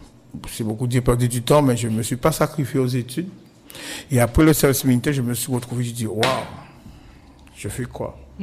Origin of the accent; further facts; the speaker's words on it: North Grande-Terre, Guadeloupe; also born or lived in Anse-Bertrand / Petit-Canal; je suis Nord Grande-Terrien.